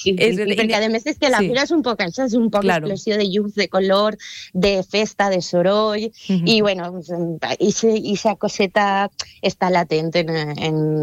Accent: Gandia, Valencian Community, Spain; a mi com a gandiana

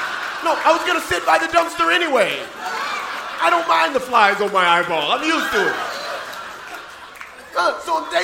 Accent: the South, United States; I'm from the South, and I date women from the West Coast, and we just don't get it.

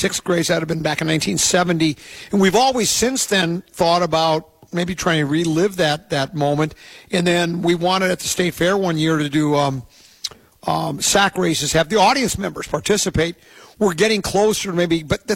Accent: Detroit, Michigan, United States; born there; I was born in Detroit in 1958. I'm showing my age. My sister was born there in 1961. We were still living in Detroit

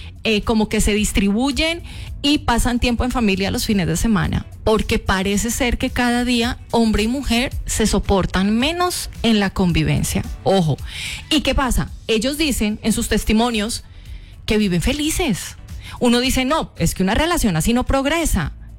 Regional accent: Colombia; en Colombia ni se diga, porque en mi país hay mucha gente viviendo así

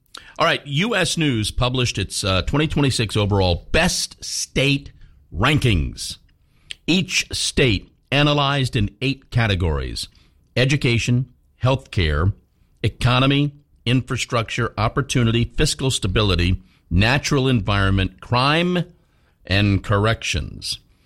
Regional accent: Virginia, United States; moved away; Again, I call it my home state. My home state of Virginia is 19th.

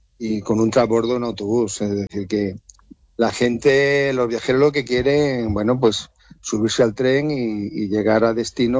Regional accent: Almería, Andalusia, Spain; Primero, los almerienses, nuestra forma de ser, nuestro carácter no ha ayudado para nada. Somos un pueblo poco reivindicativo

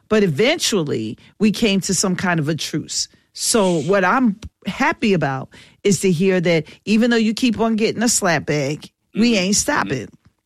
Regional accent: Philadelphia, Pennsylvania, United States; I'm from North Philly

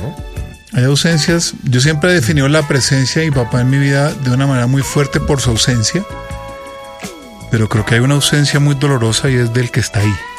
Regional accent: Ibagué, Tolima, Colombia; Pero es que yo recuerdo de niño estar en Ibagué y ver un avión en el cielo y decir... Ese es mi papá.

